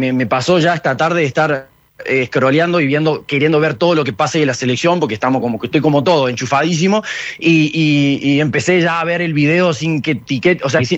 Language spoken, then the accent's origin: Spanish; San Francisco, Córdoba, Argentina; now in Barcelona, Spain; él es periodista, nosotros somos de San Francisco y él es el jefe de prensa del Club Sportivo Belgrano